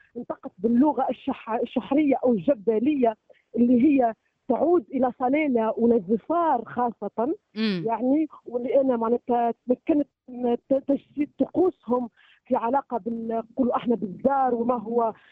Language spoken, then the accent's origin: Arabic; Tunisia; يكاد الجمهور لا يعرف اللي انا تونسية او عمانية،